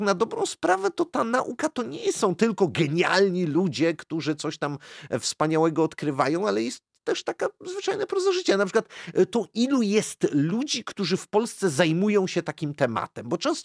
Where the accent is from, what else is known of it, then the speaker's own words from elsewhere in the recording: Poznań, Greater Poland Voivodeship, Poland; Jako poznaniak to ja zawsze chcę mieć wszystko wykalkulowane